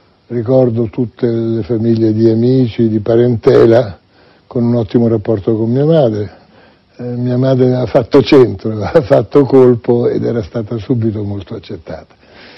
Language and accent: Italian; Abruzzo, Italy; born there; Sono abruzzese, molto abruzzese, di una razza di lupi, di orsi, poi però anche abbiamo il mare.